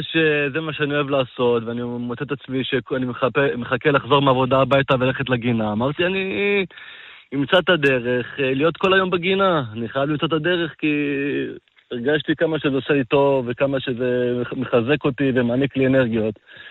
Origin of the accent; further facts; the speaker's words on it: Tel Aviv, Tel Aviv District, Israel; moved away as an adult; now in Ein Ya'akov, Israel; אני בכלל בא מהעיר הגדולה, מתל אביב